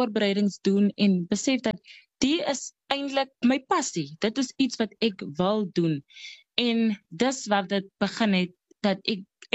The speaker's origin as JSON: {"language": "Afrikaans", "town": "Upington", "region": "Northern Cape", "country": "South Africa", "tie": "born or raised there", "said": "Ek is grootgeword in Appington, ook hier gebore, Ek het by my ouma groot geword."}